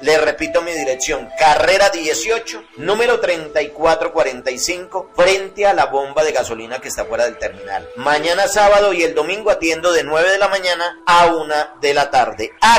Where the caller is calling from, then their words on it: Quimbaya, Quindío, Colombia; Profesor maestro de la perfumería Quanon, soy de aquí, de Quimbaya.